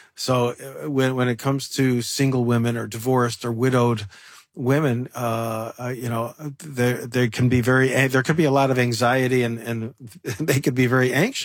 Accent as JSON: {"language": "English", "town": "Chicago", "region": "Illinois", "country": "United States", "said": "I'm from Chicago"}